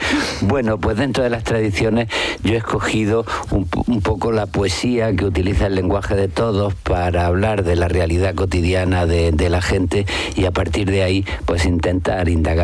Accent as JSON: {"language": "Spanish", "town": "Granada", "region": "Andalusia", "country": "Spain", "tie": "born or raised there", "said": "Yo nací en Granada, me he educado en Granada, pero estoy muy relacionado con Cádiz. Tengo una casita en la bahía de Cádiz"}